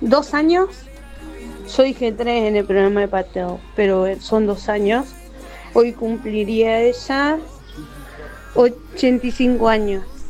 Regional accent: Buenos Aires, Argentina; Hola, corazón

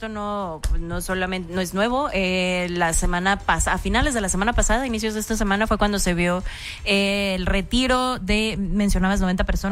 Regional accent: Mexico; Como mexicanos no podemos

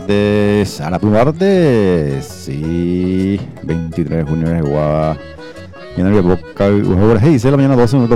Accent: Paraguay; niendo como buen paraguayo, paraguayo

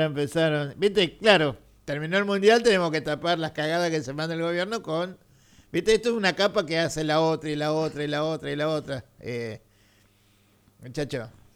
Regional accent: Argentina; nosotros en Argentina seguimos siendo argentinos

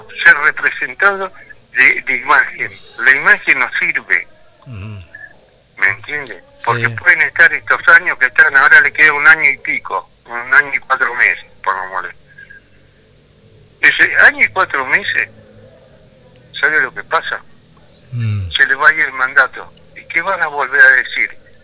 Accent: Chaco, Argentina; now in Santa Fe, Argentina; Yo soy del Chaco. Pero ya hace 24, 25 años que estoy acá.

